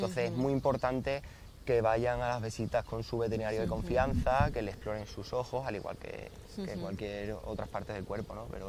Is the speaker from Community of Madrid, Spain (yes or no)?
no; Cáceres, Extremadura, Spain; yo soy de Cáceres